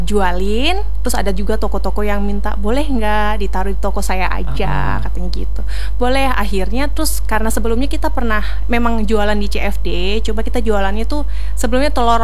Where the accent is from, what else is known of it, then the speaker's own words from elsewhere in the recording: Java, Indonesia; moved away; aku kebetulan kecilnya dulu kan di Jawa ya.